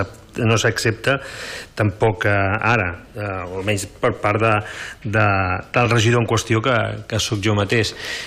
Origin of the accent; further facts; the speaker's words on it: Lloret de Mar, Catalonia, Spain; tot i que som tots molt de Lloret